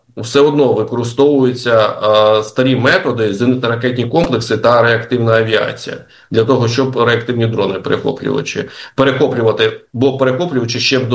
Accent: Odesa, Odesa Oblast, Ukraine; не тільки я, усі одесити

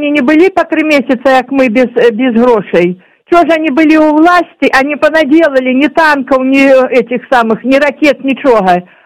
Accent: Horlivka, Donetsk Oblast, Ukraine; born there; moved away as an adult; Я сама з Донбаса, з Горловки. 36 років прожила там. Зараз з 14-го року я бомжую по Україні.

